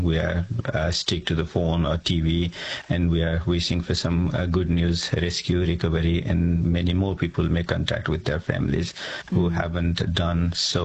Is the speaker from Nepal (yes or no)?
yes; Nepal; My hometown is a bit away from affected area, but some of my friends during my engineering studies back in Nepal were working in the disaster area, and they're missing.